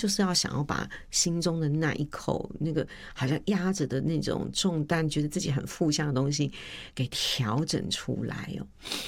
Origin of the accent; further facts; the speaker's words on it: Hualien, Hualien County, Taiwan; born there; 我不知道是不是跟我出生在花莲有关